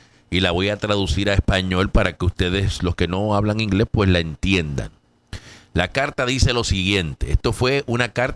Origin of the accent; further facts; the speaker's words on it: Puerto Rico; now in Allentown, United States; mencionar a los puertorriqueños, ajá, pues me imagino que desconoce que nosotros no somos extranjeros. Nosotros somos norteamericanos.